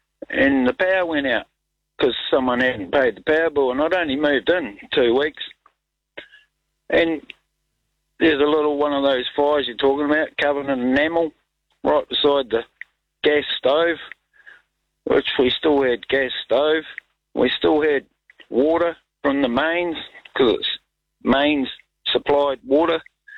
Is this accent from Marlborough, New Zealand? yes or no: yes; Spring Creek, Marlborough, New Zealand; I come from little town of Spring Creek.